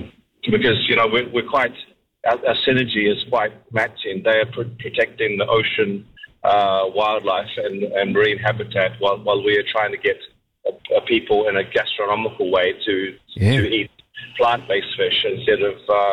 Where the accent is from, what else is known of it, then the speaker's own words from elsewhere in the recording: New Zealand; now in Sweden; So I'm a Kiwi living here in Sweden